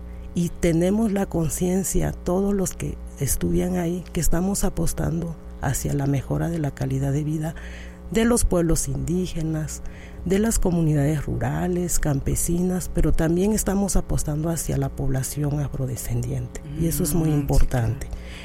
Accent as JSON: {"language": "Spanish", "region": "Oaxaca", "country": "Mexico", "said": "Sí, soy zapoteca, pero también hablo inglés, uh-huh, también me interesan otros idiomas"}